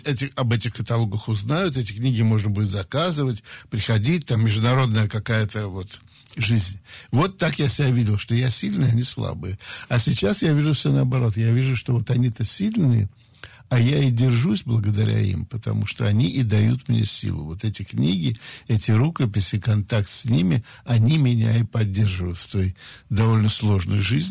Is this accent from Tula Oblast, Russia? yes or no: no; Saint Petersburg, Russia; я мальчик питерский